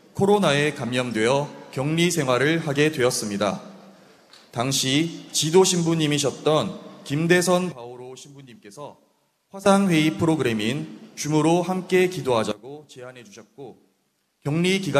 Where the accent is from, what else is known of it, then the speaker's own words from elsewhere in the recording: South Korea; 저희는 한국에서 왔고